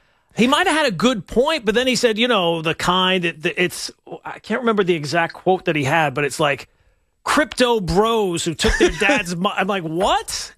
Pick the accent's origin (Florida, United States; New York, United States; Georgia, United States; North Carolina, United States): New York, United States; Long Island; moved away; I grew up on Long Island. I still have many family members there.